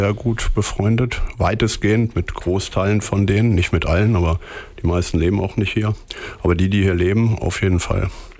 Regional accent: Hameln, Lower Saxony, Germany; moved away as an adult; also born or lived in Los Angeles; Und ich bin hier geboren in dieser Stadt, der kleinen Märchenstadt Hameln, Rattenfängerstadt. Und ganz normal zur Schule gegangen

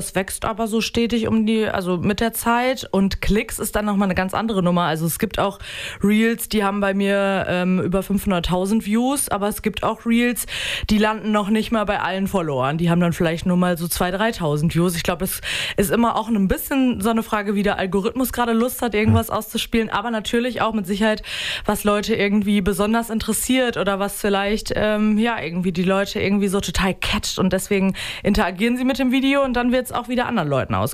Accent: North Rhine-Westphalia, Germany; now in Osnabrück area, Germany; als gebürtige NRWlerin

